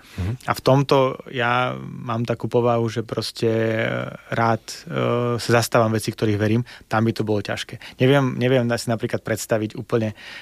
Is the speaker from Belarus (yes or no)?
yes; Belarus; Slovak is a second language; now in Slovakia; že ja sa hlásim k tomu, že som Bielorus. Vždy, keď tam prídem, tak je tam trošku nostalgia, ale zároveň sa necítim ako súčasť tej rodiny toho národa, že skôr som doma na Slovensku.